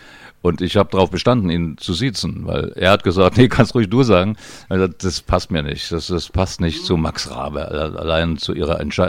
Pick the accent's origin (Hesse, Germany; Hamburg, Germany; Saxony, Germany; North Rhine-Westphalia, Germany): Saxony, Germany; Radebeul; Ja, Winzer bietet sich an, ich bin ja in Radebeul groß geworden